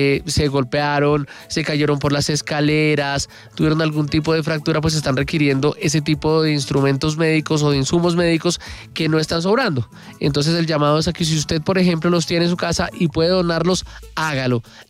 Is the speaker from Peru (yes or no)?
no; Colombia; todos somos colombianos